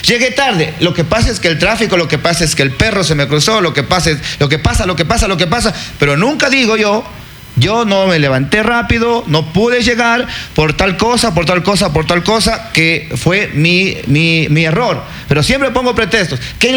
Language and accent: Spanish; Ecuador; Y somos ecuatorianos.